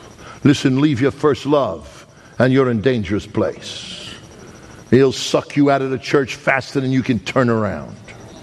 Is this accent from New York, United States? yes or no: yes; New York, United States; I have to pray two prayers for the New York Giants. I'm a New Yorker.